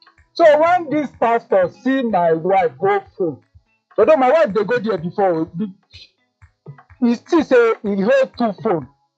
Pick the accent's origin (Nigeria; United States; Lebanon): Nigeria; Lagos; So my wife also said, this phone, my first way they marry, I said I come from Lagos.